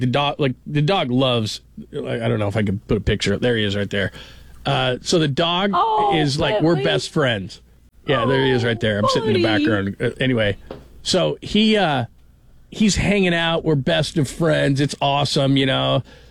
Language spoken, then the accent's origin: English; California, United States; my parents were playing 8-tracks and 60s music, and I grew up in California